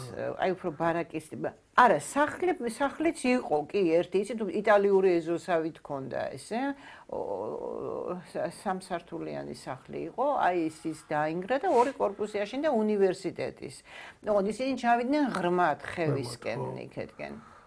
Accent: Tbilisi, Georgia; იმიტომ რომ ვაკეში დავიბადე. იქვე საბავშვო ბაღში იქვე დავდიოდი, სკოლაში იქვე დავდიოდი.

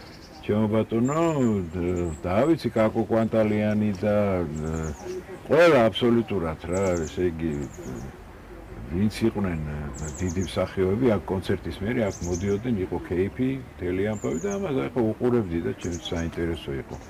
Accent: Tbilisi, Georgia; აქ და გავიზარდე, აქ დაიბადე, აქ აი თელი ბავშვობა გავატარე

